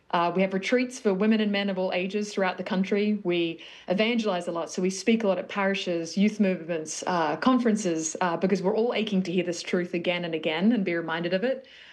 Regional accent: Sydney, New South Wales, Australia; moved away as an adult; now in Brooklyn, United States; I'm not from Brooklyn, but I'm working on my accent, which is clearly failing. I'm originally born Sydney, Australia

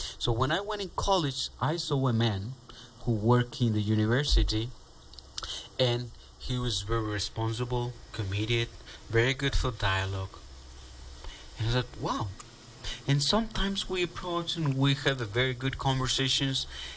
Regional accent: Tepatitlán, Jalisco, Mexico; I was born and raised in Tepatitlan, Jalisco, Mexico. In Mexico, that lands are lands of martyrs, many martyrs in there, and our faith is people is very religious. 99% is Catholic.

